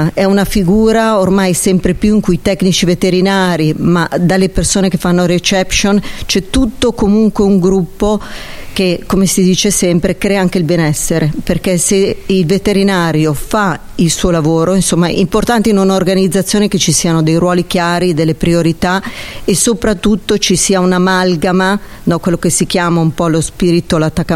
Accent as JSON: {"language": "Italian", "region": "Lombardy", "country": "Italy"}